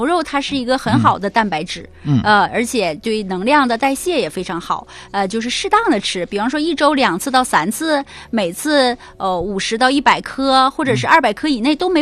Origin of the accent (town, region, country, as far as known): Northeast China, China